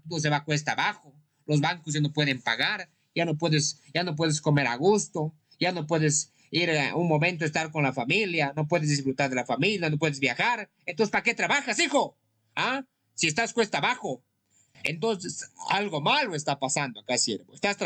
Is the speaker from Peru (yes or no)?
yes; Huancabamba, Piura, Peru; Estoy aquí en mi tierra de Huancabamba